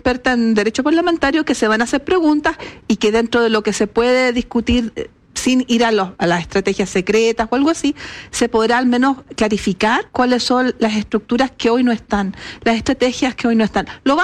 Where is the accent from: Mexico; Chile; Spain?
Chile; somos todos chilenos, nadie quisiera que nuestras industrias estuvieran en riesgo